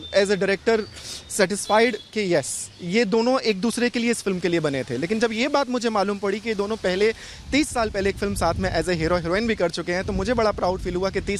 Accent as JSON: {"language": "Hindi", "town": "Agra", "region": "Uttar Pradesh", "country": "India", "said": "चूँकि मैं आगरा का हूँ, मैं आगरा से बिलोंग करता हूँ"}